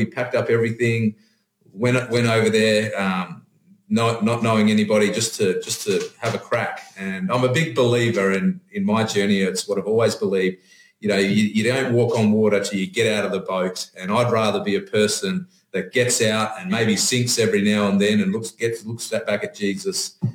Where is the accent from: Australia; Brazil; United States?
Australia; Muckinbudin, Western Australia; It was I just loved my hometown. If you cut my arm open, I would bleed green and gold for the Muckinbuddin Rams Footy Club. Love my hometown.